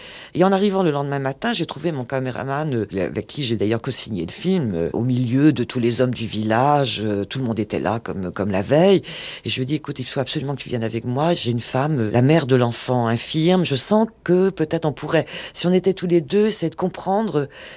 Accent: France; moi en tant que Française

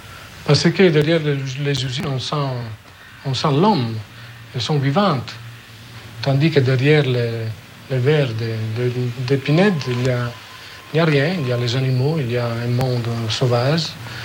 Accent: Ferrara, Emilia-Romagna, Italy; French is a second language; Je connaissais déjà Ravenne parce que c'est une ville qui est près de la mienne, je suis de Ferrare.

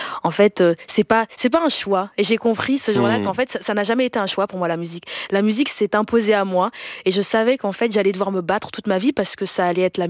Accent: Denderleeuw, Flanders, Belgium; non seulement j'ai grandi en Belgique, et puis j'ai grandi dans une petite commune qui s'appelle Denderleu.

